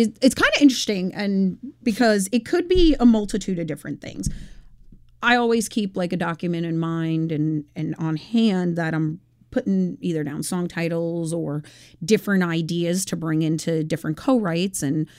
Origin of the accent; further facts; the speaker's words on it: Holbrook, New York, United States; moved away; I am a New Yorker, indeed. I'm from Long Island, which the east end of Long Island, Holbrook. And I love the beaches, love everything about it. Growing up, it's still a little rural compared to a small town, but still it's a wonderful experience.